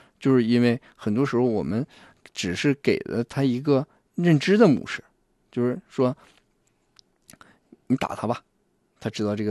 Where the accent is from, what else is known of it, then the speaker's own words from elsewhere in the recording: Northeast China, China; 这个我们东北人说是聊着别人